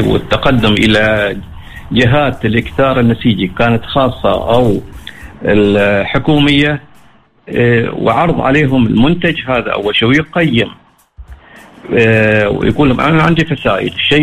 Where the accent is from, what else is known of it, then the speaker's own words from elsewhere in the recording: Oman; عندنا في عمان